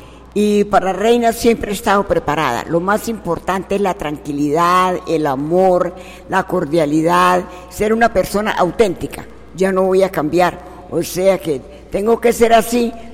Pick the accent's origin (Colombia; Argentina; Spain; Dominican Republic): Colombia; Zapatoca, Santander